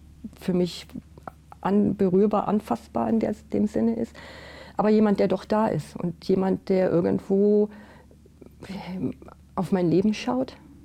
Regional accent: Germany; Ich bin also in der Eifel aufgewachsen und in einer sehr katholischen Gegend auch.

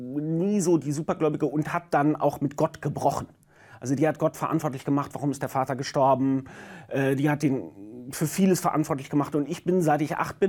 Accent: North Rhine-Westphalia, Germany; Ich komme aus dem Sauerland. Ne? Sauerland ist zu der Zeit noch super katholisch gewesen und da hat Gemeinde noch sehr viel bedeutet.

